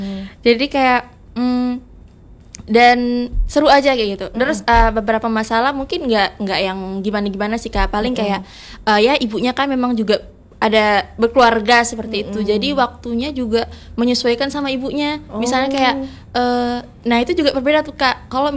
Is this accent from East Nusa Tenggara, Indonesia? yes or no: no; Pontianak, West Kalimantan, Indonesia; kalau kita itu orang Pontianak lah, kayak bisa kalau saya kan hidupnya lama di sini ya, Kak. Lama di Pontianak.